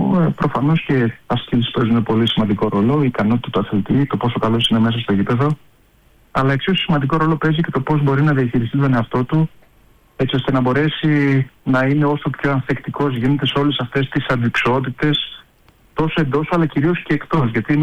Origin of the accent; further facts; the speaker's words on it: Greece; Είμαστε Έλληνες που παίζουμε μακριά από την πατρίδα μας